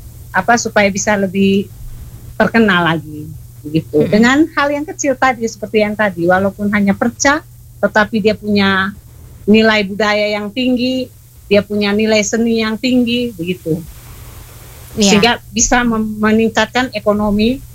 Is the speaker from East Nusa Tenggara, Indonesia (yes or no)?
yes; Manggarai, East Nusa Tenggara, Indonesia; kita adalah orang Manggarai yang punya identitas